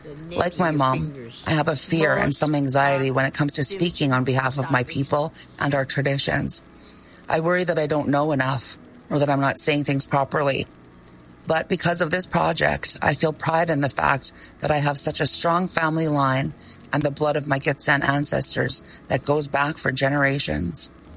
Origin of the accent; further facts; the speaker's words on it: Manitoba, Canada; I'm also half Cree. I grew up in Manitoba.